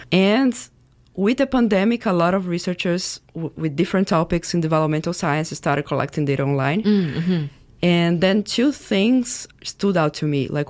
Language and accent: English; Brazil; English is a second language; moved away as an adult; now in Canada; I'm from Brazil, and I came to Queen's to do my PhD a few years ago.